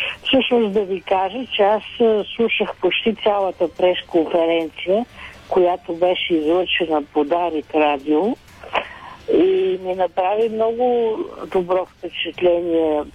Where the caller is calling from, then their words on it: Sofia, Sofia City, Bulgaria; от София съм.